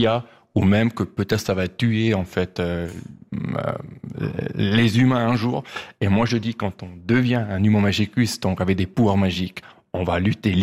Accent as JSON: {"language": "French", "country": "Switzerland", "second_language": "French", "said": "Je suis suisse-allemand, alors déjà c'est marrant pour les romans, je me suis rendu compte en s'entendant."}